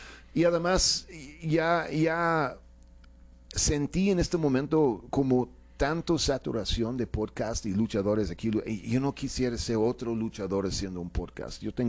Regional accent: Mexico City, Mexico; Soy chilango con acento, pues, ¿yo qué hago, no?

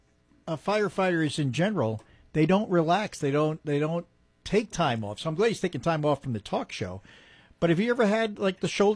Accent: New Jersey, United States; moved away; being I'm from Jersey

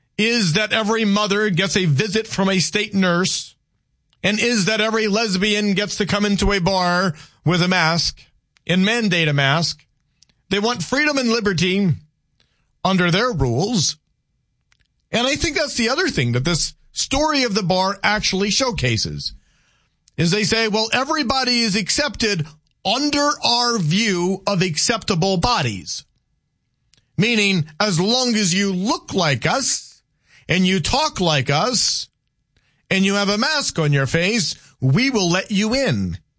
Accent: Louisiana, United States; Look, I grew up in Louisiana.

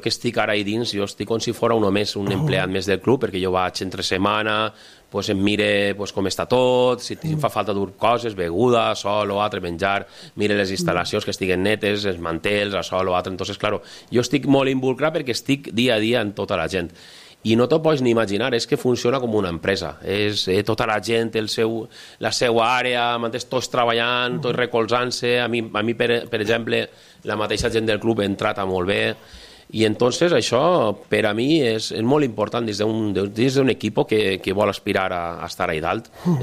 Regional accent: Cocentaina, Valencian Community, Spain; nosaltres, independentment de que som de Cocentaina, així en Alcoy és una barbaritat.

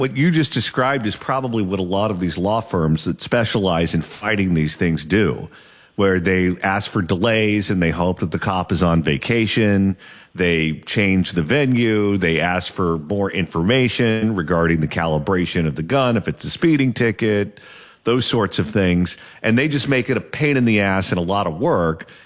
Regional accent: Garden Grove, California, United States; Well, my hometown appreciates that.

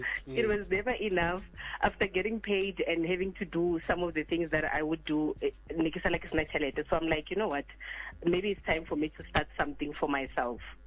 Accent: Tzaneen, Limpopo, South Africa; moved away as an adult; now in Pretoria, South Africa; Kitwa Tzanini, it's not Venda, so I'm Tzanini, I'm from Tzanini.

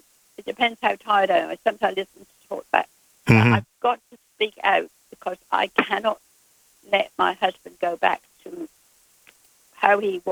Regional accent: Mells, South West England, United Kingdom; born there; I was born in Mells in Somerset.

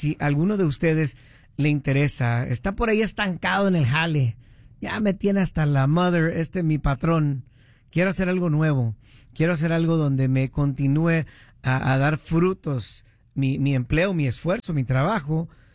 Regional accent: Huntington Park, California, United States; also born or lived in East Los Angeles; now in Las Vegas, United States; Yo soy de por allá, nomás para que sepan. Nací en el este de Los Ángeles, pero crecí en Huntington Park.

